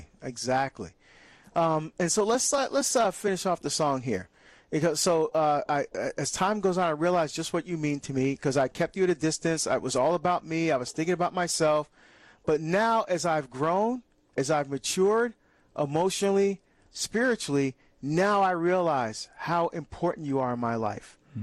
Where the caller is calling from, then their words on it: Texas, United States; I'm listening from Texas on 106.9 radio station.